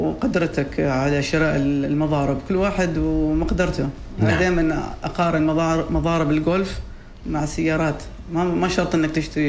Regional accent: Oman; الملاعب جميلة الحمد لله اللي عندنا في عمان

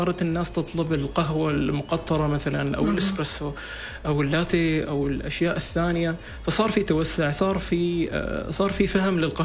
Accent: Oman

